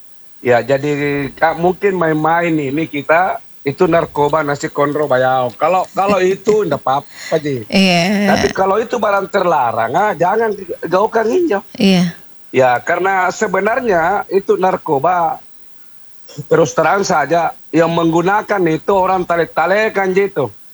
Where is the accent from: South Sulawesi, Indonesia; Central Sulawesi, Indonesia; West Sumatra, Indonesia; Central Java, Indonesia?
South Sulawesi, Indonesia; Makassar; born there; Nah, kemudian saya pindah ke Makassar tempat kelahiran saya.